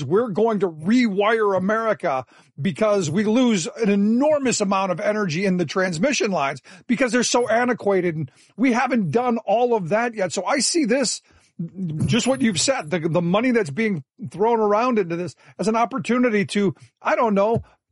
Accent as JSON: {"language": "English", "town": "Cleveland", "region": "Ohio", "country": "United States", "tie": "born or raised there"}